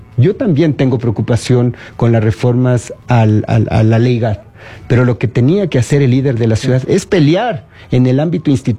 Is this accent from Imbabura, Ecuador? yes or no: no; Quito, Pichincha, Ecuador; lo que hemos vivido como quiteños